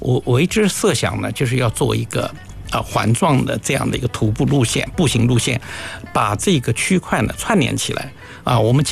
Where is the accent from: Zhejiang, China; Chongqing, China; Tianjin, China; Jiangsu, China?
Jiangsu, China; Yangzhou; now in Nanjing, China; 我是扬州人。